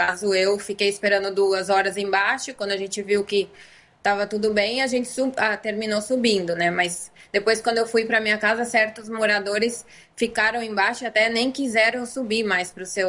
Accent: Venezuela; Portuguese is a second language; now in Brazil; Como eu cresci na Venezuela, desculpa, no Brasil, eu cresci vendo tudo o que acontecia no meu país. Eu nunca me afastei do meu país, eu nunca me desconectei.

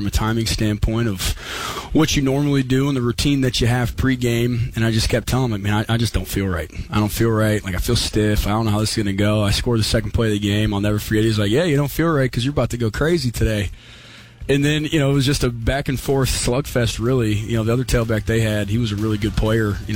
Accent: Michigan, United States; And you know, I'm from Michigan. You know, I'm from an hour down the road, and I really wanted to get back closer to home.

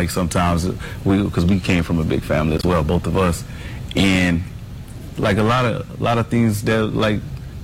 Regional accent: Rayne, Louisiana, United States; So Brandon and I, we're both from Rain.

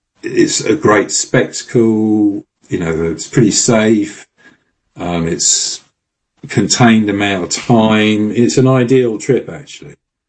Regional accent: London, United Kingdom; And, as a Londoner, I'm fascinated by, at that point, the biggest city in Europe

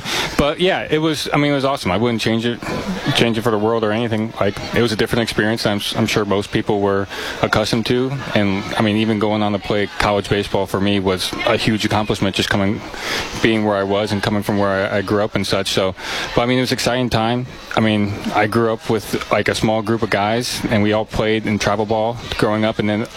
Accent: Clinton, Iowa, United States; So I grew up in Clinton, Iowa.

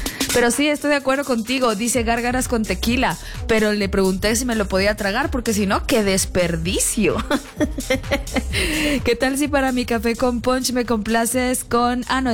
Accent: Zacapa, Guatemala; sí hay bebidas como ese que tiene nombre de mi pueblo, aquel departamento cálido, cálido en el oriente del país

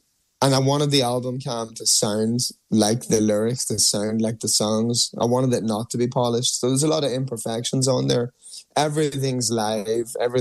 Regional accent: Ireland; moved away; I'm moving home to Ireland as part of that.

